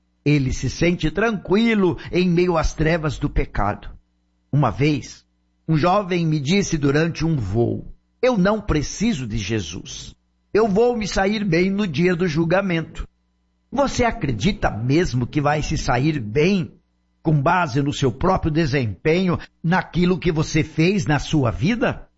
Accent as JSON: {"language": "Portuguese", "country": "Canada", "tie": "born or raised there", "said": "Na fazenda em que fui criado, lá no Canadá"}